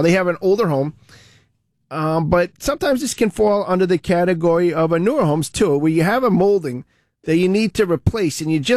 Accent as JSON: {"language": "English", "town": "Providence", "region": "Rhode Island", "country": "United States", "tie": "born or raised there", "said": "just because I grew up in Olneyville, I know Providence really, really well."}